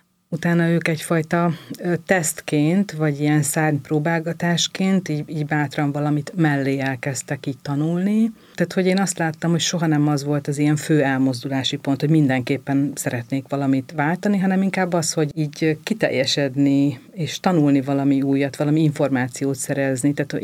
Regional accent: Hungary; now in Budapest, Hungary; meg pláne, vidéki vagyok

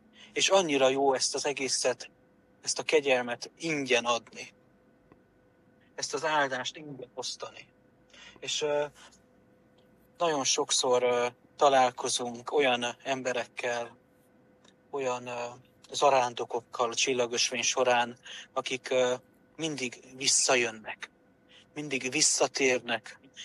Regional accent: Transylvania, Romania; now in Siófok, Hungary; Én is erdélyi gyerek vagyok. Én is énekeltem ebbe a kórusba 15 éven keresztül. És a Jóisten úgy terelte az útjaimat, hogy Magyarországra, Siófokra költöztem, itt dolgozom

